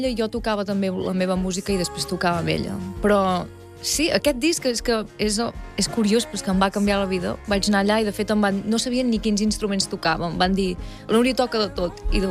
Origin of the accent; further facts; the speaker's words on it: Vic, Catalonia, Spain; accent: Catalan; first language Catalan; moved away as an adult; now in New York, United States; jo tinc molta sort de ser un lloc com Vic